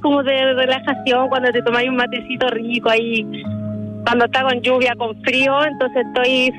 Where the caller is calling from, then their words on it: Constitución, Maule, Chile; De Constitución